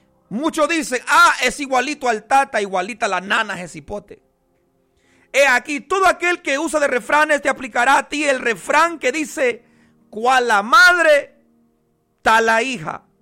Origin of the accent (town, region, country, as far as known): Honduras